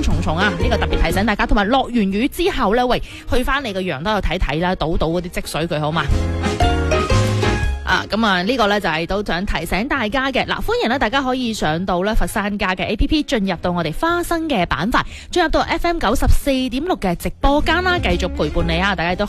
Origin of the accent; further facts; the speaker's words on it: Guangdong, China; 我哋广东人